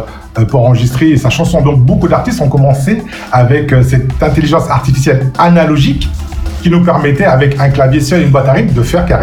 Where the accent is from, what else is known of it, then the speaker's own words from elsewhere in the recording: Guadeloupe; En tant que Guadeloupéen